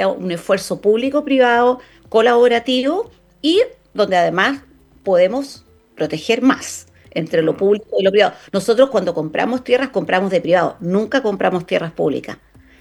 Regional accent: Chile; nosotros como chilenos

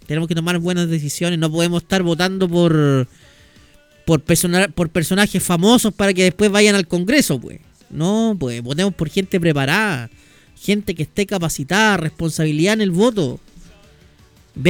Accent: Chile

